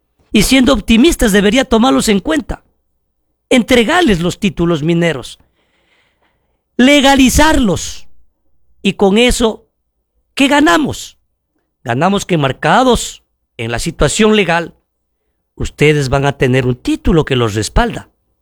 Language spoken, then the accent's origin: Spanish; Ecuador; Y también, como buen ecuatoriano, muevo la economía, porque con esa platita del gramo voy a ir a las tiendas, a los mercados.